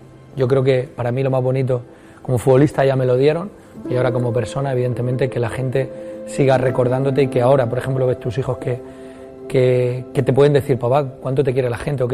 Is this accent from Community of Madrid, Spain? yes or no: no; Alicante, Valencian Community, Spain; para mí era un orgullo como valenciano, siendo de Alicante